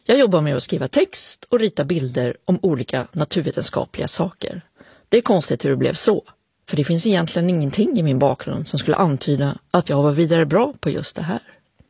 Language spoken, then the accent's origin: Swedish; Sweden; born there; also born or lived in United States; Vi flyttade tillbaka till Sverige lagom till att jag skulle börja i ettan. Men nu hade jag istället glömt hur man pratar svenska. Jag hade inte sagt ett ord på 2 år. Och det skulle ta mig lång, lång tid innan jag helt blev av med min amerikanska brytning.